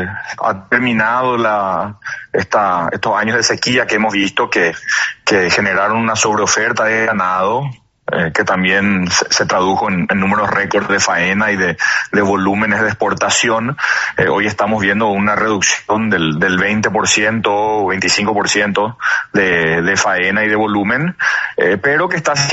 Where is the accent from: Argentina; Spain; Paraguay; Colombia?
Paraguay